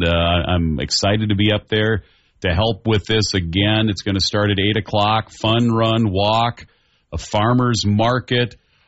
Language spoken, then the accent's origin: English; Braham, Minnesota, United States; moved away; I've gone up to my hometown of Bram